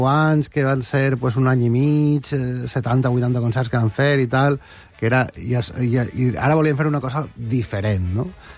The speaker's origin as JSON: {"language": "Catalan", "town": "Pego", "region": "Valencian Community", "country": "Spain", "said": "som de Pego i és una cosa que mos estira molt"}